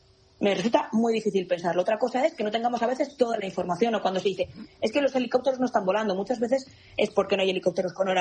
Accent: Spain; se lo pregunten a los ciudadanos que viven en mi tierra, en Picos de Europa, en Oceja de Sa

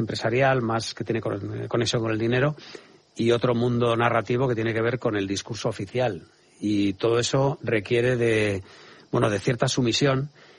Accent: Spain

